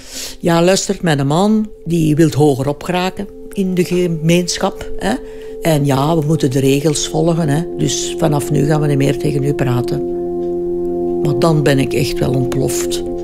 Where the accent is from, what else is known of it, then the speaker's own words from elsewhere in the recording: Flanders, Belgium; en wij zijn ook Vlamingen.